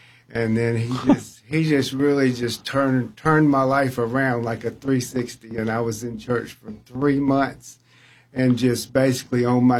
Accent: Augusta, Georgia, United States; born there; I was born in Augusta, Georgia.

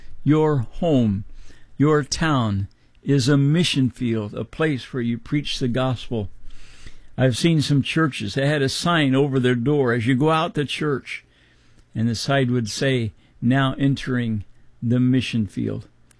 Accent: Midwest, United States; I grew up in the Midwest, and I was used to seeing farmers.

